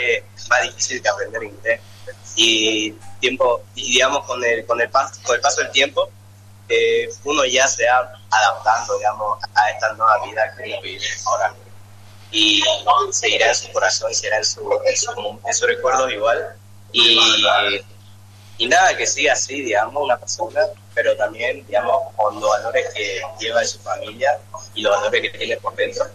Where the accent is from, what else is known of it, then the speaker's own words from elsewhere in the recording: Uruguay; Creo que soy de Uruguay